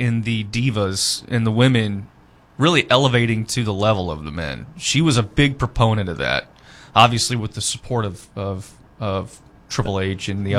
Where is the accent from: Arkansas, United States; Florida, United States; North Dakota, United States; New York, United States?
Arkansas, United States; Little Rock; So I grew up in Little Rock and went to work for Simmons Bank Arena and worked there for 10 years.